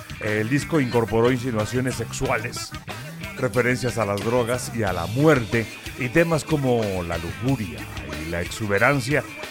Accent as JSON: {"language": "Spanish", "town": "Tehuacán", "region": "Puebla", "country": "Mexico", "tie": "born or raised there", "moved": "yes", "said": "Abrazo hasta mi terruño, hasta el Tehuacán, Puebla."}